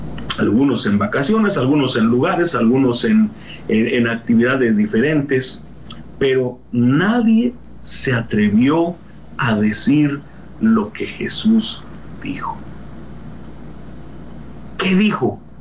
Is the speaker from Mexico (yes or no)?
yes; Mexico; tal vez los que somos mexicanos, ¿verdad? Tal vez a Cancún, tal vez a Puerto Vallarta, Acapulco sería una buena opción